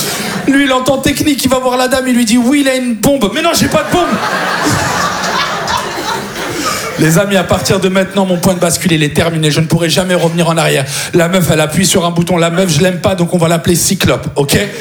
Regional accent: France; je lui dis, je suis français.

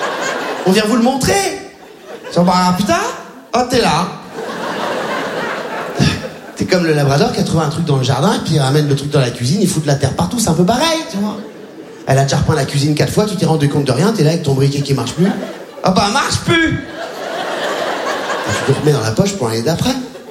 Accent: Réunion, France; born or raised there

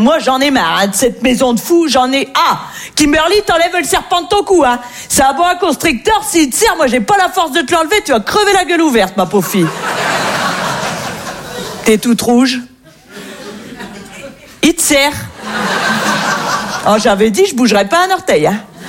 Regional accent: North, France

